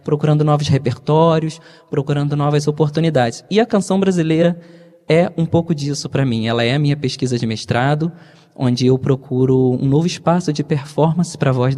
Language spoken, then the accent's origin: Portuguese; Rio de Janeiro, Brazil; eu sou da região do Vale do Café